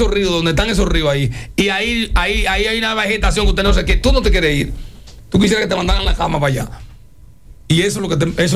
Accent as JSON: {"language": "Spanish", "region": "San Juan", "country": "Dominican Republic", "said": "Yo soy de San Juan."}